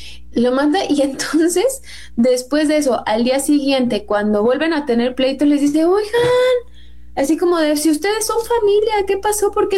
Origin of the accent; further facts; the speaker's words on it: Mexico; born there; sí, soy mexicana, porque soy mexicana de nacimiento y de corazón y de todo, ¿no?